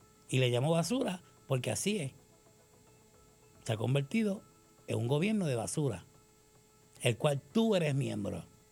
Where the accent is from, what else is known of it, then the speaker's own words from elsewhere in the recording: Puerto Rico; como puertorriqueña que soy.